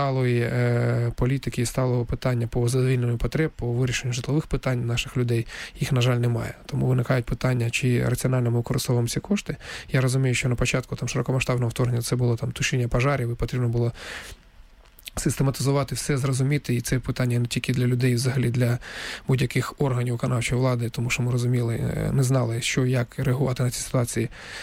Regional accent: Donetsk, Donetsk Oblast, Ukraine; тому що дійсно я сам з Донецька

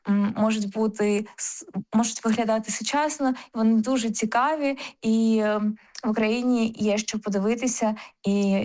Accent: Sumy Oblast, Ukraine; а я якраз з Сумщини

